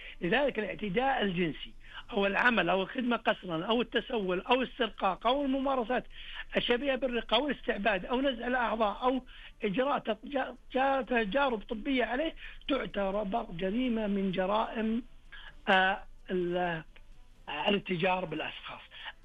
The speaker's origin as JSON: {"language": "Arabic", "country": "Saudi Arabia", "said": "عندنا في المملكة العربية السعودية"}